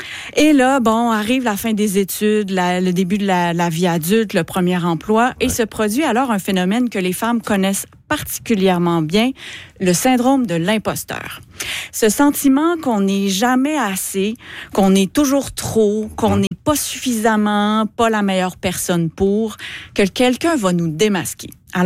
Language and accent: French; Quebec, Canada; accent: Quebec; mon accent de Québec me permet encore difficilement de prononcer à ce jour